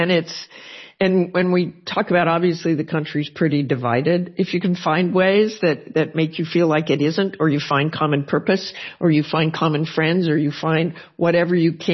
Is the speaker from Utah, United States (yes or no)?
yes; Salt Lake City, Utah, United States; moved away as an adult; also born or lived in Boston; I was raised in Salt Lake City, and I did not have a father. I had a father, but he died before my third birthday. So I was raised by a single mom in Salt Lake City.